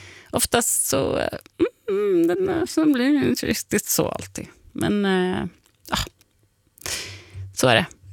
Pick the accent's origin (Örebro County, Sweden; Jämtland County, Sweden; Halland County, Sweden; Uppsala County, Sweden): Uppsala County, Sweden; Uppsala; Ja, men vinka till Uppsala från mig, det är min hemstad.